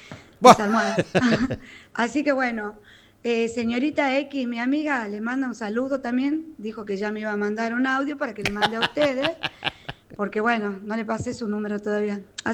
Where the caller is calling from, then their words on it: San Clemente del Tuyú, Buenos Aires Province, Argentina; de Sancle